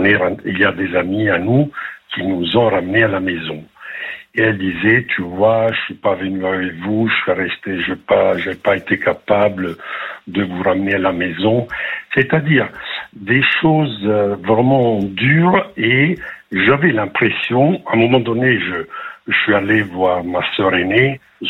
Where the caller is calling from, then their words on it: France; moi j'habite en France, mais elle est en Italie.